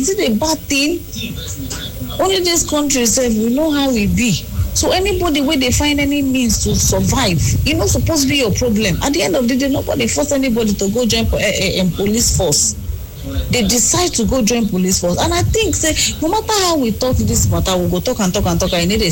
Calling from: Port Harcourt, Rivers, Nigeria; I come from Port Harcourt.

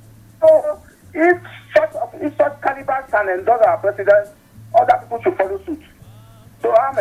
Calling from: Nigeria

